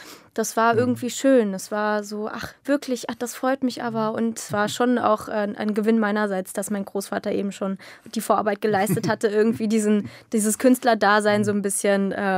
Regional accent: Jena, Thuringia, Germany; born there; Ich bin in Jena geboren, die einen saßen in Berlin, die anderen in Spanien. Meine Mutter kommt aus Spanien.

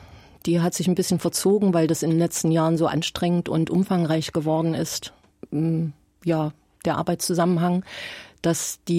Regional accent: Thuringia, Germany; born there; moved away; also born or lived in Ore Mountains, Saxony

